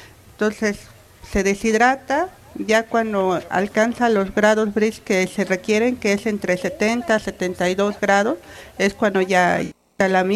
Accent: San Martín Aguatepec, State of Mexico, Mexico; De la localidad de San Martín, Aguatepec.

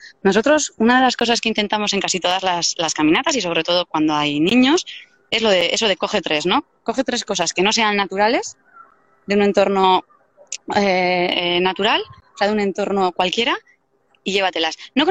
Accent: Deba, Basque Country, Spain; also born or lived in Mutriku; yo nací en Deva y casi todo el tiempo lo estoy en Zumaya.

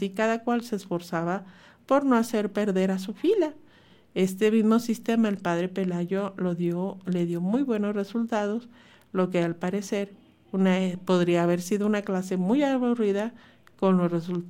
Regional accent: Chihuahua, Mexico; born there; Yo soy nacida en Chihuahua y la colonia industrial es donde vive toda mi familia

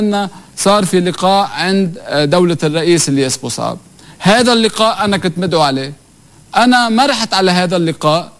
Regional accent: Lebanon; أنا كنائب لبناني قبل ما أكون سني

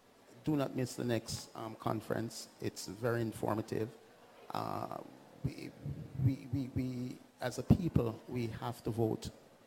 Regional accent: Jamaica; now in Mississauga, Canada; our culture in Canada is big, and as Jamaican

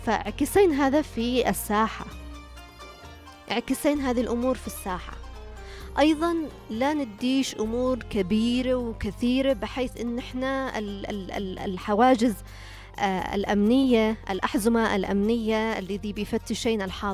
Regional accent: Yemen; تليق بنا كيمنيين

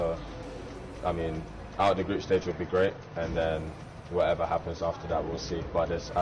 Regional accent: England, United Kingdom; born there; I see myself as a British Ghanaian. I feel like, obviously, being born in England, you're always going to have that title.

